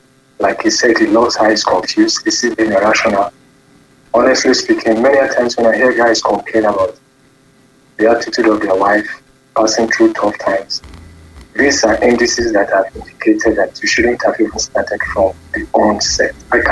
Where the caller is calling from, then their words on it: Felele, Oyo, Nigeria; from Felene.